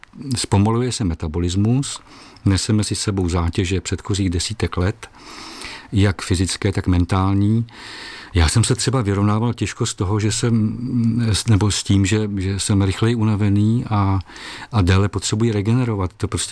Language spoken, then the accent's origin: Czech; Vysočina Region, Czechia; born there; Jsem Čech, narozen na Vysočině a je mi 62 letos.